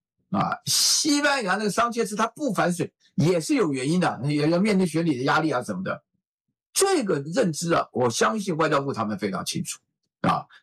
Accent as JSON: {"language": "Chinese", "country": "China", "said": "我们中国人有一个非常非常大的麻烦。就我们常常公私不分，你知道吗？"}